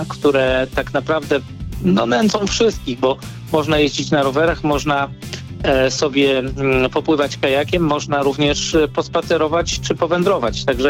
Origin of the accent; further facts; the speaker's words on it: Łódź Voivodeship, Poland; now in Lower Silesia, Poland; ja mieszkam na Dolnym Śląsku, ale też pochodzę z ziemi łódzkiej, więc jedna i druga kraina jest mi bardzo bliska.